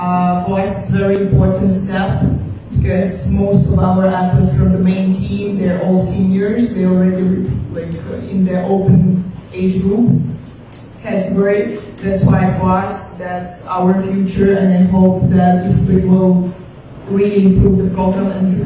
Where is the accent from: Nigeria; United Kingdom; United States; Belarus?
Belarus; moved away; I represent my country. I'm originally from Belarus.